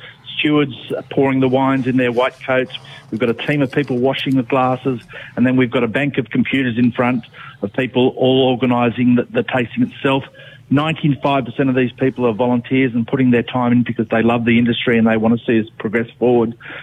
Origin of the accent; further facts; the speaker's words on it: New South Wales, Australia; Yes, so I was lucky enough to be around the Hunter and I've been in the wine industry pretty much on and off my whole life, Graham.